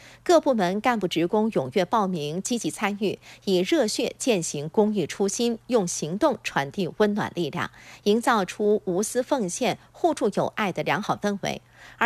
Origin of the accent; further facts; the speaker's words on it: Guangdong, China; 这是我们广东人和远人都非常熟悉的一种中草药麦冬啊